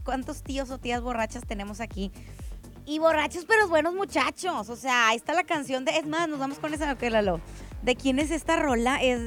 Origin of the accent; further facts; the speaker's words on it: Mexico; Eso somos los mexicanos. Pero también somos bien buena onda. O sea, somos bien fiesteros, bien amigueros.